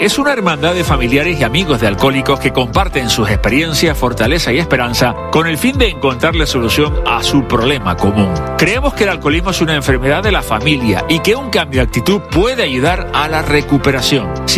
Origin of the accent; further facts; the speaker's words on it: Santa Cruz de Tenerife, Canary Islands, Spain; Yo que soy de Santa Cruz, seguro que muchos laguneros se van a sentir identificados conmigo.